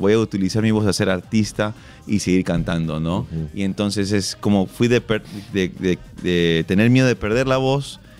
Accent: Peru; que somos una familia peruana normal

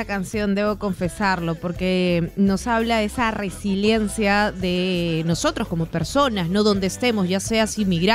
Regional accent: Peru

